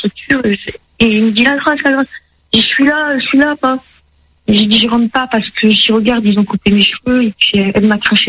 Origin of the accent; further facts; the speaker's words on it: France; Pourtant, je suis française, hein.